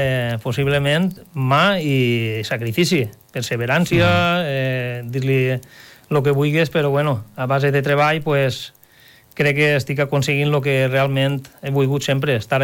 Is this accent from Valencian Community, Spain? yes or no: yes; Villalonga, Valencian Community, Spain; Jo sóc de Villalonga.